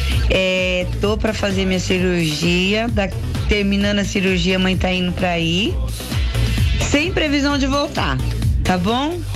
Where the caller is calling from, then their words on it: Maringá, Paraná, Brazil; eu sou de Maringá.